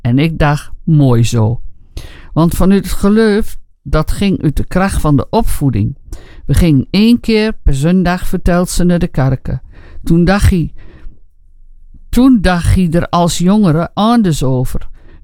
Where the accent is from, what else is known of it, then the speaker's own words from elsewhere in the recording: Zwolle, Overijssel, Netherlands; born there; Nee, mijn eerste nacht was in Overijssel. Ik ben in Zwolle geboren.